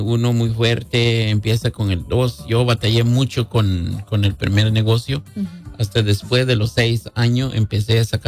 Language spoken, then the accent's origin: Spanish; Guatemala; now in United States; Yo vine de Guatemala en el año 2000.